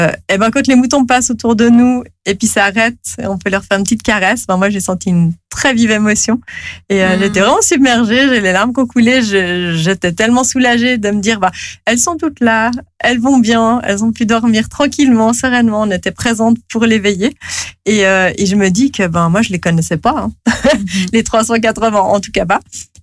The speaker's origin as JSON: {"language": "French", "region": "Geneva", "country": "Switzerland"}